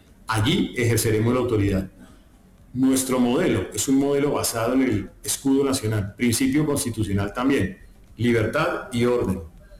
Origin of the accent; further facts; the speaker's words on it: Colombia; los colombianos estamos cansados